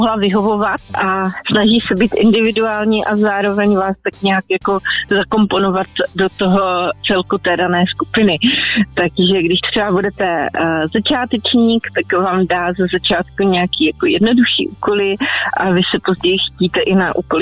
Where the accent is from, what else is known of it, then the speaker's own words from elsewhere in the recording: Brno, South Moravian Region, Czechia; now in Ivanovice na Hané, Czech Republic; Já jsem teď momentálně z Ivanovic na Hané, ale rodák z Brna.